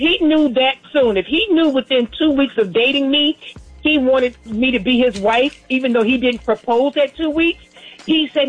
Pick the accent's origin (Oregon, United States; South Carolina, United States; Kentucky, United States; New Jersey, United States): New Jersey, United States; now in Atlanta, United States; we came from the north and moved down here to Atlanta, but I grew up in Jersey